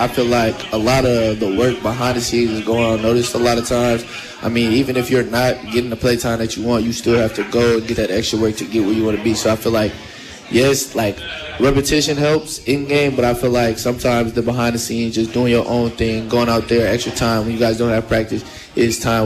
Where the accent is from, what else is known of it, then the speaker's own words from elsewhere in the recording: Oakland, California, United States; moved away as an adult; I came from Oakland Tech.